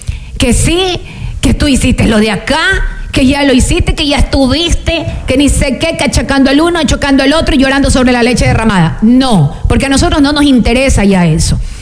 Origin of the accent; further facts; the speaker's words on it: La Libertad, Santa Elena, Ecuador; al menos yo tengo mis 37 años que voy a cumplir, los he tenido aquí en el Cantón La Libertad, sí, vivo aquí, soy oriunda de aquí